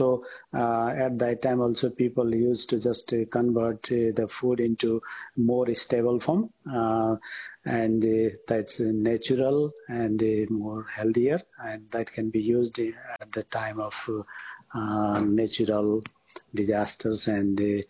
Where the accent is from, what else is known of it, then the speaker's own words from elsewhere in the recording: Nepal; moved away as an adult; now in Australia; Yeah, I am born in Nepal and studied food science there. Basically, I am from the farmer background, peasant background.